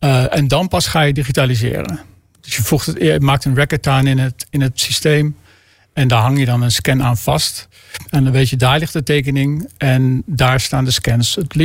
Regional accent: Flevoland, Netherlands; Nou ja, ik kom ook uit Flevoland. Dus sinds kind ga ik al naar het Veluwemeer.

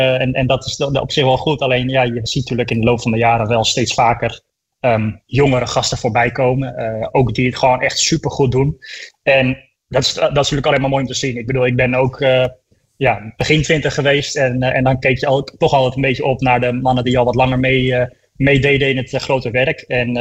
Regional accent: Almere, Flevoland, Netherlands; born there; Ik bedoel, ik ben geboren in het Flevo Ziekenhuis, een paar 100 meter van start en de finish vandaan, zeg maar.

